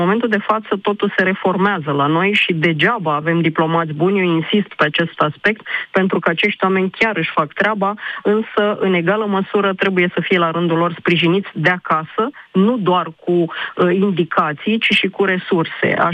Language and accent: Romanian; Romania